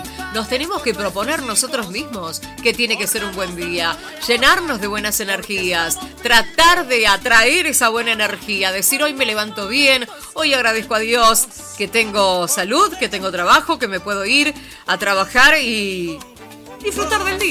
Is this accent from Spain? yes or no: no; Argentina; los que llevamos la peor parte somos los argentinos.